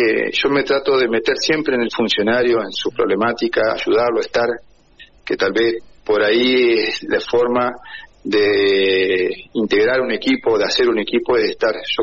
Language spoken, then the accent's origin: Spanish; Diamante, Entre Ríos, Argentina; now in Aldea Valle María, Argentina; Yo soy oriundo de Diamante, vivo en lo que es aldea Valle María